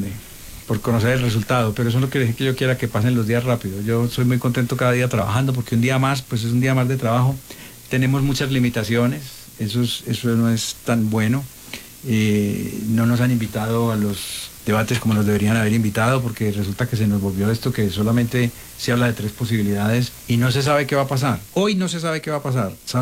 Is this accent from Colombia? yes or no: yes; Antioquia, Colombia; somos paisas los dos